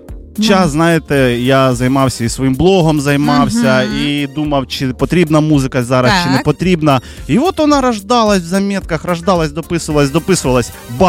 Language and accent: Ukrainian; Huliaipole, Zaporizhzhia Oblast, Ukraine; now in Kyiv, Ukraine; з Гуляйполя, з мальовничого села Приютна. Там народився, там виріс, там виросли мої батьки, мої діди, прадіди, всі виросли там, і тепер я в Києві, як бачите.